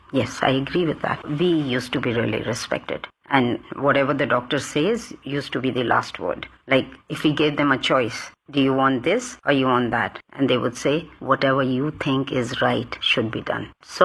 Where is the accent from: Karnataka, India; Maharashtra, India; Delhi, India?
Delhi, India; Yeah, I was born in Delhi and I'm a pure Delhiite. I was born here, I was educated here, I did my MBBS here, I did my post-graduation here